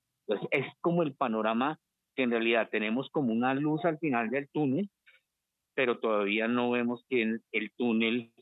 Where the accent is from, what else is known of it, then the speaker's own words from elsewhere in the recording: Colombia; a nosotros como colombianos y como usuarios no nos debería preocupar.